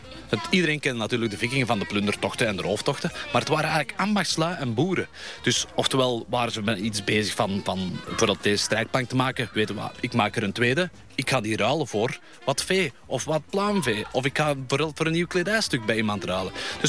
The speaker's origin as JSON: {"language": "Dutch", "country": "Belgium", "said": "Ja, dat klopt, ik ben uit België."}